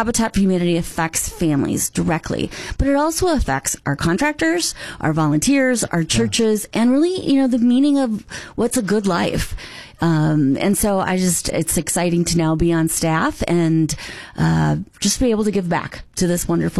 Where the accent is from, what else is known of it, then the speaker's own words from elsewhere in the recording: Campbell, Minnesota, United States; So I grew up here in the Valley, just a little bit south in Campbell, Minnesota. So I'm a Campbellton grad, returning